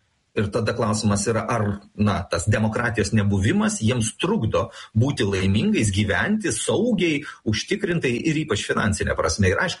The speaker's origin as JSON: {"language": "Lithuanian", "town": "Pakruojis", "region": "Šiauliai County", "country": "Lithuania", "said": "Ar iš kur aš kilęs, aš iš Pakruojo, ar Dirvinių ir Gailiušių."}